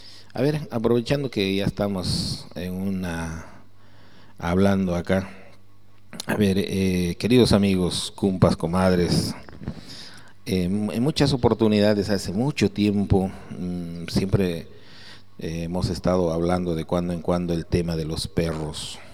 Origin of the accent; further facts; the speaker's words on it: Bolivia; así somos los bolivianos